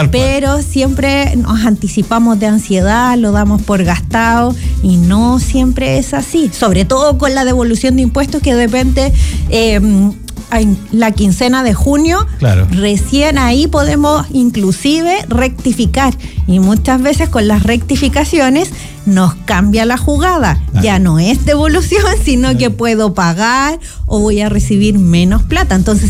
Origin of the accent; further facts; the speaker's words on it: Chile; somos el típico chileno